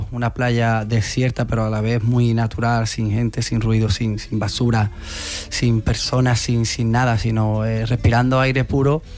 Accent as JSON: {"language": "Spanish", "town": "Mairena del Alcor", "region": "Andalusia", "country": "Spain", "said": "soy de Mairena del Alcor, una tierra que respira mucho el cante hondo, ¿no?"}